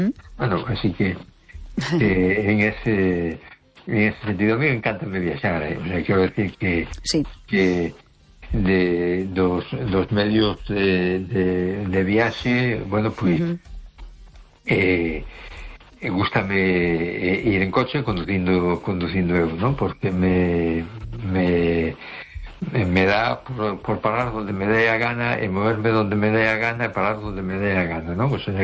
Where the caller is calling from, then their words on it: A Coruña, Galicia, Spain; … de Coruña, ¿qué tal?